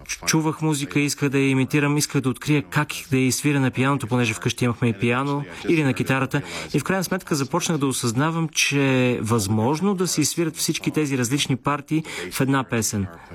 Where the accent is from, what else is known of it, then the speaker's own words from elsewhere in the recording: Montreal, Quebec, Canada; Аз израснах в Монреал, по това време много католически град.